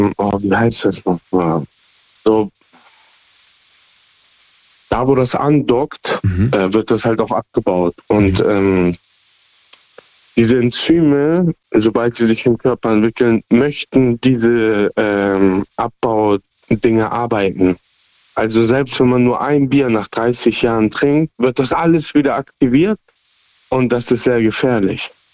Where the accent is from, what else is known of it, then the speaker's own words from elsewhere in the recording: Hamburg, Germany; Ich komme aus Hamburg.